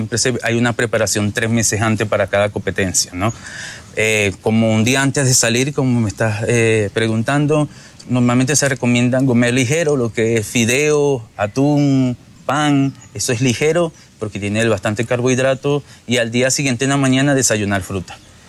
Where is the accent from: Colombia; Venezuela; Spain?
Venezuela; moved away as an adult; now in Mindo, Ecuador; Soy de Venezuela, estoy residenciado en Ecuador ya 10 años y en Mindo tengo 9 años. Conocí a Mindo de turista y me quedé.